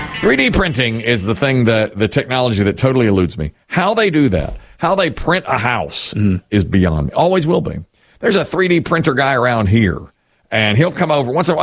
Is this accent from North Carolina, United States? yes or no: yes; Asheboro, North Carolina, United States; And I was like, I'm from Asheboro. We didn't have, I had nothing like that.